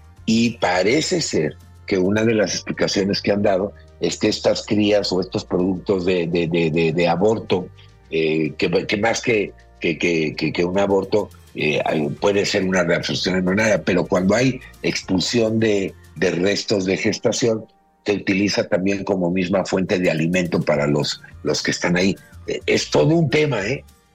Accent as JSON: {"language": "Spanish", "town": "Villahermosa", "region": "Tabasco", "country": "Mexico", "tie": "born or raised there", "said": "Yo recuerdo de chiquito que vivía en Villahermosa, mi abuelita nos decía, pongan el veneno para las ratas"}